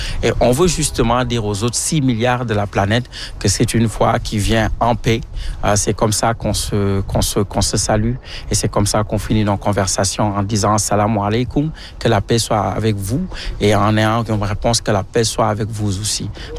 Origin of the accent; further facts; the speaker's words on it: Senegal; Justement, moi je suis originaire du Sénégal